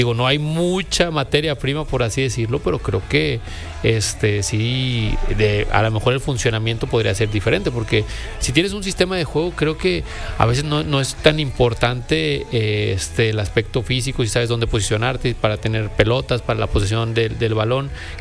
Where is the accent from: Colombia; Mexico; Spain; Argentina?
Mexico; como mexicanos queremos que avance